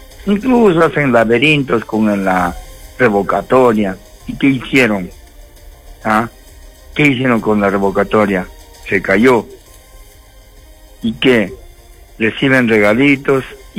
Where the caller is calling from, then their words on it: Paucarpata, Arequipa, Peru; aquí un frío intenso, aquí en Pucallpata.